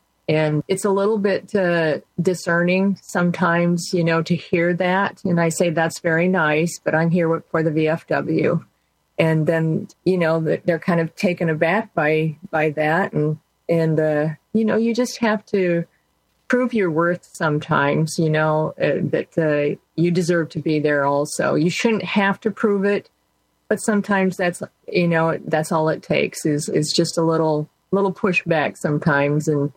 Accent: Iowa, United States; moved away as an adult; And I am from Iowa, and I chose to come back to Iowa after active duty.

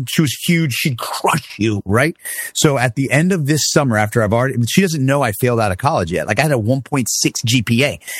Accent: Houston, Texas, United States; also born or lived in Miami, United States; Well, so I was born in Miami, then raised in Texas.

